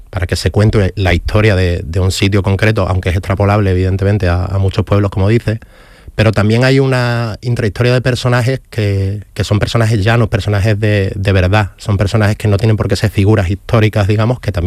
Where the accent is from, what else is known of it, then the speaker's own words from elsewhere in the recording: Huelva, Andalusia, Spain; Yo soy de Huelva